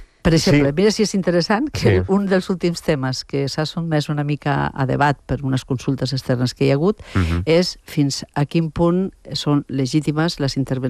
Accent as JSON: {"language": "Catalan", "region": "Catalonia", "country": "Spain", "accent": "Ponent"}